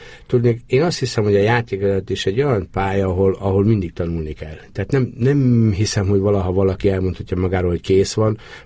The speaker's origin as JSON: {"language": "Hungarian", "town": "Emőd", "region": "Borsod-Abaúj-Zemplén", "country": "Hungary", "tie": "born there", "also_born_or_lived": "Eger"}